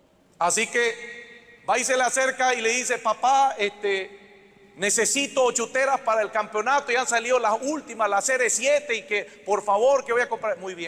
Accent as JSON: {"language": "Spanish", "town": "Montero", "region": "Santa Cruz", "country": "Bolivia", "said": "Montero, yo soy de Montero. Así que yo conocí cómo estaba Guavirá."}